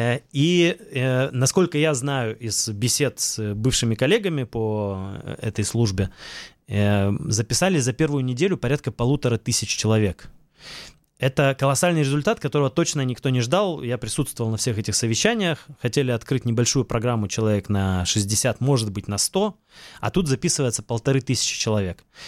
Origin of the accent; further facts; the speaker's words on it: Siberia, Russia; now in Israel; Если я репатриируюсь в качестве русского парня, значит, родом из Сибири, это одна история.